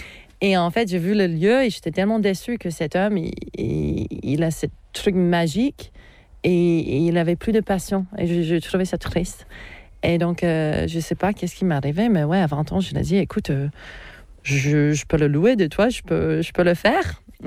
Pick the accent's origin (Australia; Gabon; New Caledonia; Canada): Australia; moved away as an adult; Je suis née en Australie, j'ai grandi en Australie. Mais j'étais dans cette culture polonaise et donc j'avais toujours envie de partir de l'Australie